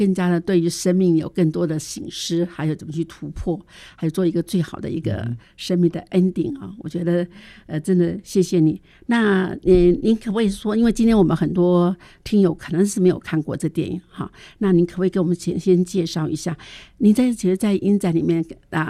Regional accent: Taiwan

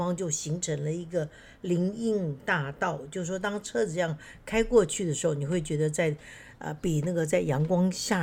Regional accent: Nanjing, Jiangsu, China; born there; moved away; 有一年我到这个中国大陆的南京去旅行因为我自己在南京出生的

